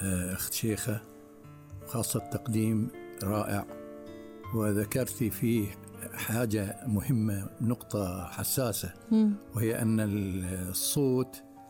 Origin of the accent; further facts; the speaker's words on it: Daih, Bahrain; أنا من الديه.